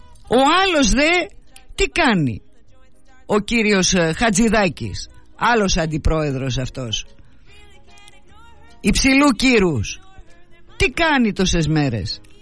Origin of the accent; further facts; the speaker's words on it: Greece; εγώ μετράω σαν Έλληνας πολίτης το αποτέλεσμα.